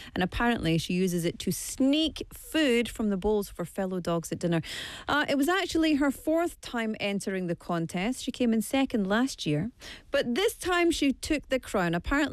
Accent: Scotland, United Kingdom; moved away; right from my home country

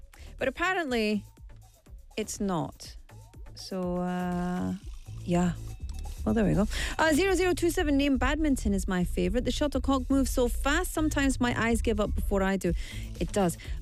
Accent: Scotland, United Kingdom; I'm Scottish. It's going to be golf or curling or football by default. Those are the sports. I'm not allowed to do anything else.

